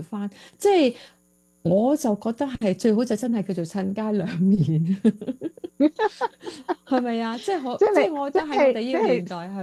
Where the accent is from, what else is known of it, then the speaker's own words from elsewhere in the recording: China; now in United States; 我覺得係我而家我初初嚟美國嗰時，我唔中意，我唔慣嘅。你知我係中國人嘅啦